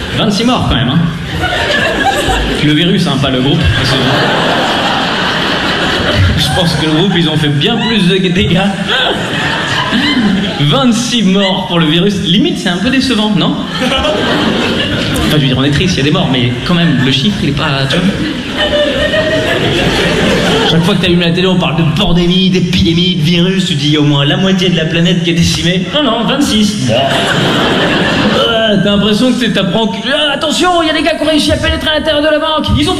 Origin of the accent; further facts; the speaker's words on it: Lausanne, Vaud, Switzerland; Moi, je viens de Lausanne. Les girons, c'est pour les bouseux, donc... À Lausanne, il n'y a pas de giron.